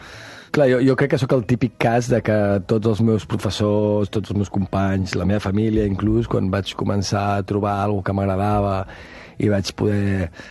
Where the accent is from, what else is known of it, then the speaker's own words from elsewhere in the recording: Verges, Catalonia, Spain; also born or lived in Rupià; La meva infància rural. Pues sí, pues una infància de poble, d'un poble de 1.000 habitants, i a cavall entre el Rupià, que té 200, i pues de llibertat, de comunitat de poble, de gent d'allà, d'influència de l'Empordà